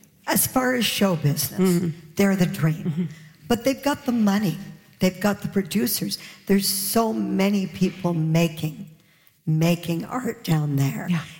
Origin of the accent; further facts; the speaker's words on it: Canada; But I'm Canadian.